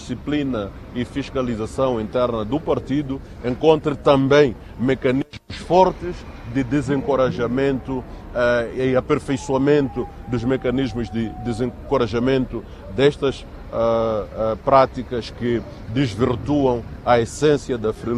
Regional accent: Mozambique; contrariam os nossos valores enquanto moçambicanos

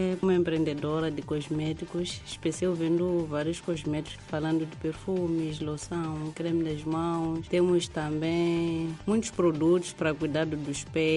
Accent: Manjacaze, Gaza, Mozambique; Sou natural de Manjacaze, sou professora também há 10 anos.

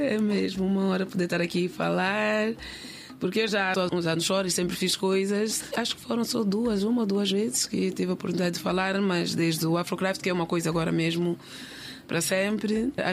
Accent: Mozambique; now in Norway

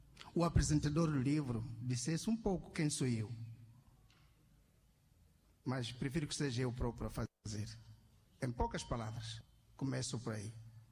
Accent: Mueda, Cabo Delgado, Mozambique; sou natural de Moeda. Há uma aldeia que se chama Mikalale, no posto administrativo de Mboa.

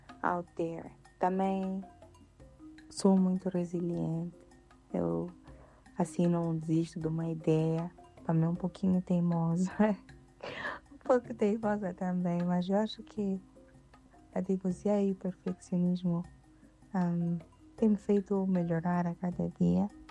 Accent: Maputo, Maputo City, Mozambique; born there; nasci em Maputo, Moçambique, mas de mamãe Macua, então as minhas raízes também são em Nampula.

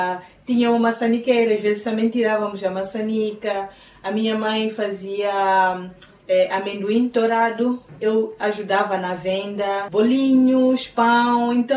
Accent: Songo, Tete, Mozambique; nasceu na Vila de Songo, em Caurabaça. Eu passei toda a minha infância no Songo e adolescência. Eu vim para estudar, fiz a universidade aqui e acabei arranjando um trabalho aqui e moro aqui já desde 2010, permanentemente.

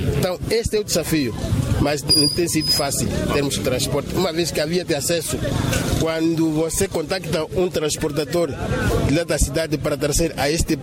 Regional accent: Nampula, Mozambique; nós pertencemos ao distrito de Mugovoles. Então, somos de Mugovoles, naturalmente.

